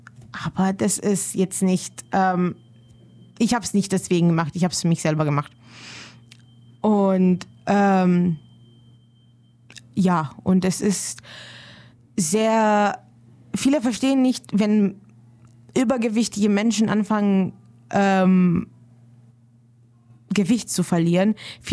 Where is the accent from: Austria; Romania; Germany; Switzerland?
Romania; moved away; ich komme aus dem Balkan, ich komme aus Rumänien.